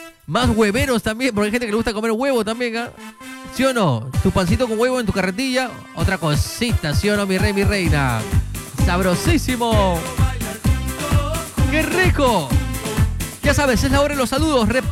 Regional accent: Peru; en el mes de julio somos más peruanos que nunca

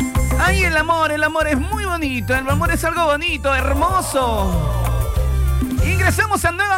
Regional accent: Peru; somos peruanos de corazón.

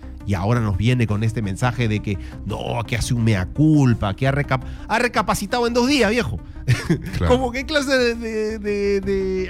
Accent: Peru

